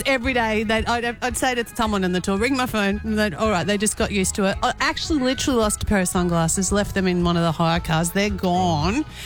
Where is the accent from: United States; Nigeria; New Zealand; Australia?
Australia; Toowoomba, Queensland; moved away; There was literally a proposal in my hometown in Toowoomba.